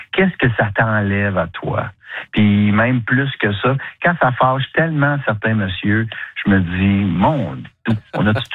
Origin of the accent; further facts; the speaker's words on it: Drummondville, Quebec, Canada; moi, je viens de Drummondville, je l'ai dit, là. C'est pas très loin de Québec.